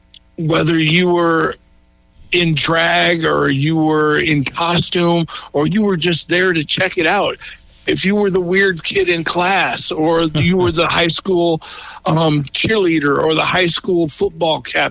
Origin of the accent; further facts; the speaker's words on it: Las Vegas, Nevada, United States; everybody out there knows I'm from Las Vegas. I live in Las Vegas and everything like that.